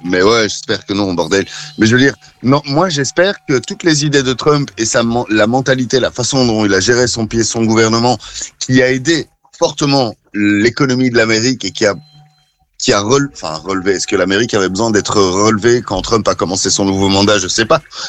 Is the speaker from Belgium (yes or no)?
yes; Belgium; moi je suis belge, je suis pas français, donc j'ai pas la même, je suis pas issu de la même culture que vous.